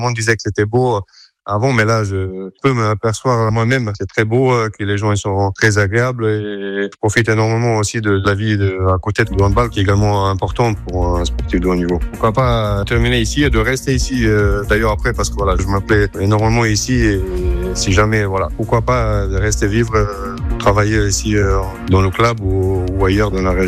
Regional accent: Metković, Dubrovnik-Neretva County, Croatia; French is a second language; moved away as an adult; now in Cesson-Sévigné, France; Je suis né en Croatie, à Metković, une petite ville de 2000 habitants, une ville très handballistique d'ailleurs. Et j'ai grandi en Croatie et à mes 26 ans, je suis arrivé en France et là je suis depuis.

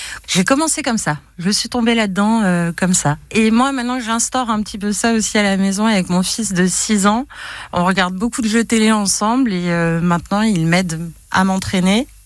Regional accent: Bordeaux, Nouvelle-Aquitaine, France; je suis bordelaise et mon truc à moi, c'est les jeux télé.

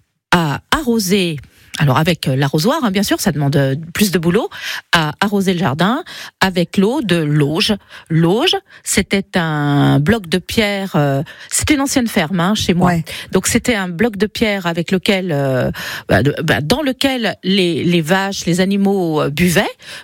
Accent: La Roche-en-Brenil, Bourgogne-Franche-Comté, France; chez moi, à La Roche-en-Brenil

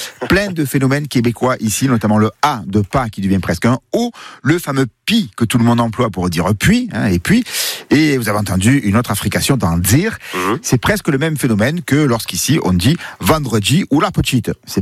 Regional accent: Provence-Alpes-Côte d'Azur, France; accent: Provençal and Marseille; il y a une proximité étonnante avec notre accent provençal et marseillais.

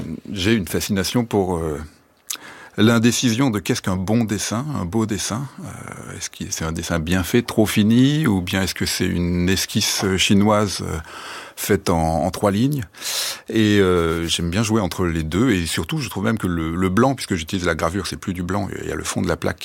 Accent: Grand Est, France; J'ai grandi en Lorraine. Et la Lorraine, c'est vraiment une terre de guerre. Enfin, derrière chez moi, il y avait une forêt remplie de tranchées, de trous d'obus, de bunkers.

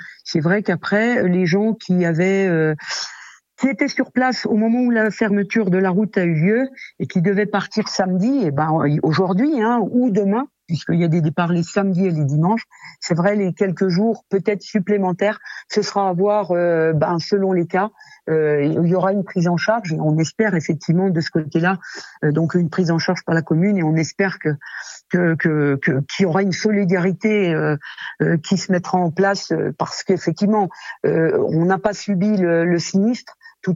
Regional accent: Pralognan, Auvergne-Rhône-Alpes, France; born there; on évolue depuis qu'on est petit, parce que ben, je suis née à Pralognan.

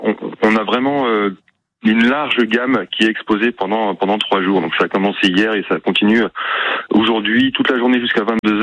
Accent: Brittany, France; Je suis breton moi

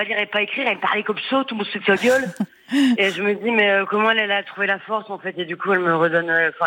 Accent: Hauts-de-France, France; Je le fais avec l'accent, parce que moi aussi, je suis du Nord.

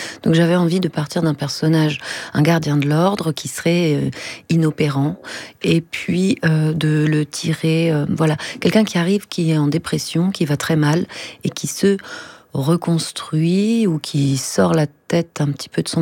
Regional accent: Grand Est, France; born there; j'ai grandi dans la Marne

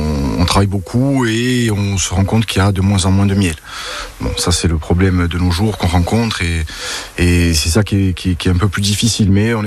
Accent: Corsica, France; nous chez nous en Corse

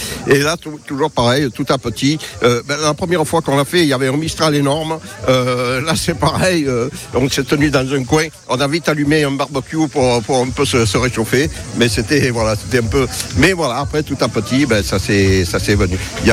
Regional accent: L'Isle-sur-la-Sorgue, Provence-Alpes-Côte d'Azur, France; Moi, je suis originaire du Petit Palais, j'ai des cerisiers au Petit Palais.

